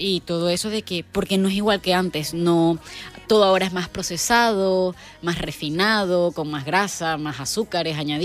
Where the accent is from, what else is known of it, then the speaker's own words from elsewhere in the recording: Venezuela; moved away; Estuvo conmigo desde que yo nací hasta que yo me fui de Venezuela.